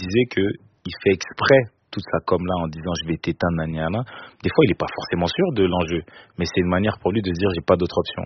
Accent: Cameroon; Je suis camerounais, frérot. Je suis camerounais, petit.

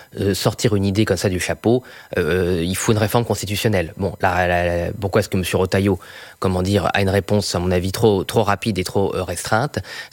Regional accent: Boulogne-sur-Mer, Hauts-de-France, France; born there; Moi, je suis né à Boulogne-sur-Mer, donc ma famille, comme beaucoup de familles des Hauts-de-France, a été marquée symboliquement par le scandale Outreau.

